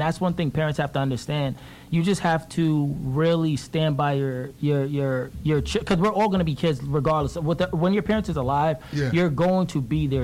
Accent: New York City, New York, United States; Like, depending, we grew up in New York City, so it's different.

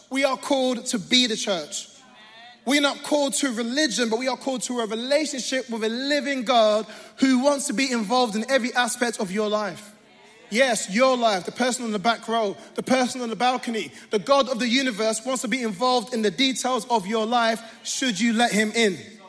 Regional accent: London, United Kingdom; being a Londoner

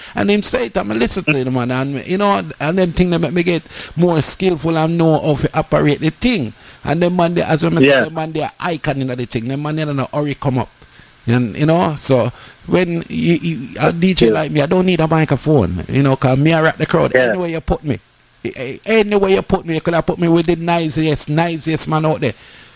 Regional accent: Jamaica

